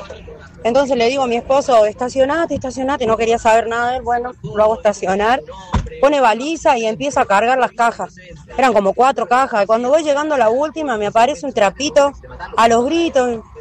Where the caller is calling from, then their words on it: Potrerillos, Mendoza, Argentina; de Potrerillo